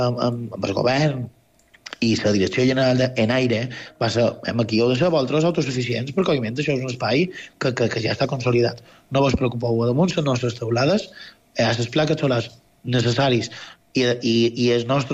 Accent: Marratxí, Balearic Islands, Spain; pels que som de Marratxí, allò és nostre

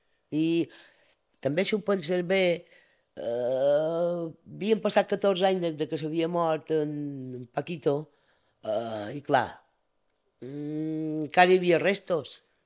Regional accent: Bunyola, Balearic Islands, Spain; Jo soc molt de Bunyola.

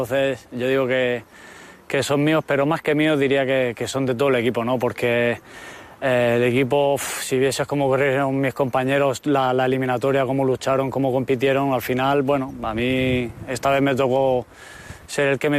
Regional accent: Granada, Andalusia, Spain; born there; also born or lived in Ibiza; yo nací en Granada, vuelvo al sitio donde nací, que es mi tierra junto con Ibiza.

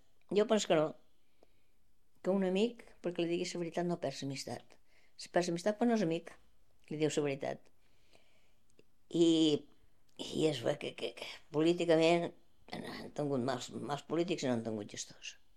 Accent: Menorca, Balearic Islands, Spain; born there; now in Ibiza, Spain; Jo, de Menorca, jo he nascut a Menorca

